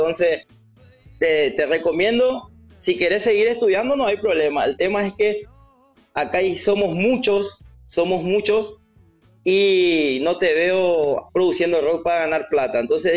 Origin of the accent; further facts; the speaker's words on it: Paraguay; also born or lived in Buenos Aires; Imagínate, yo me crié acá en Paraguay cuando empezó todo el auge del rock nacional acá en Paraguay.